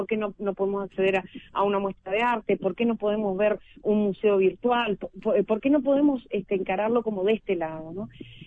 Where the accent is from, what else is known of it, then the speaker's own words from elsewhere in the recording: Uruguay; uno como uruguayo